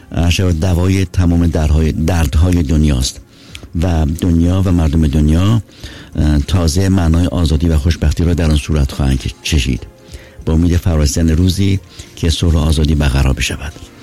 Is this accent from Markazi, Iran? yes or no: no; Masjed Soleyman, Khuzestan, Iran; یار دبستانی من بودن در مسجد سلیمان. نوشتن مرحوم جناب جاوید، عرض شود که رئیس ناحیه شهر زادگاه من در مسجد سلیمان بود